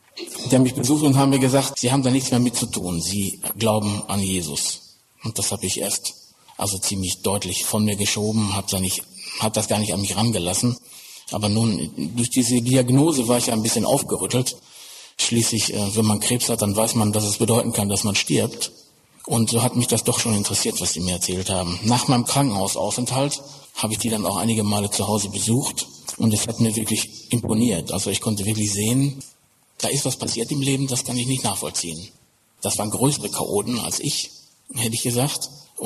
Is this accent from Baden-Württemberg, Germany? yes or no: no; North Rhine-Westphalia, Germany; bin 41 Jahre alt. Ich bin aufgewachsen im Ruhrgebiet als Sohn eines Bergmanns